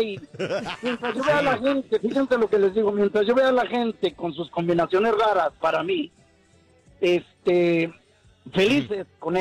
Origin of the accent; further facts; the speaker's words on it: Monterrey, Nuevo León, Mexico; Yo soy de Monterrey.